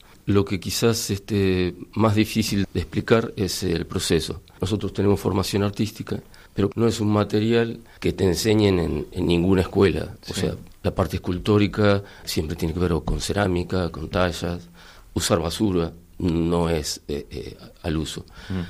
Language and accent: Spanish; Argentina; Bueno, seguro que se han dado cuenta, somos argentinos.